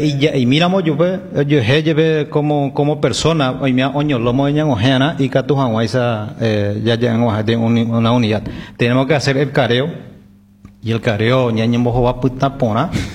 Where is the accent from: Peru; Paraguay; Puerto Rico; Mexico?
Paraguay; nosotros, como paraguayos, como ciudadanos común y corriente